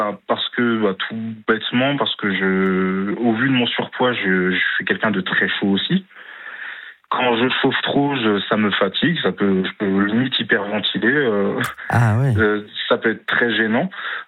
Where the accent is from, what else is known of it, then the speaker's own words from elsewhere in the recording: Grand Est, France; Moi, je suis d'Alsace et ma copine, elle est de Vendée.